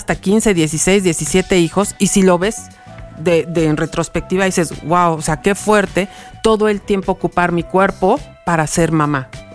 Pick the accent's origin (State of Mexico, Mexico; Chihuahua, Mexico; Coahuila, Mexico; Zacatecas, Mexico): Zacatecas, Mexico; tienen que comer queso, porque venimos de Zacatecas, entonces, y en el rancho siempre había queso